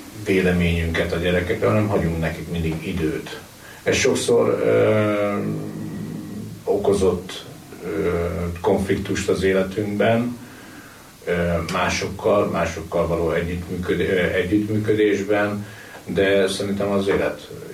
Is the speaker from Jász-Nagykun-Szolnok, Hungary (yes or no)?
no; Dunaújváros, Fejér, Hungary; egy olyan városban nőttem fel, ahol hát nem volt jellemző a vallásos nevelés.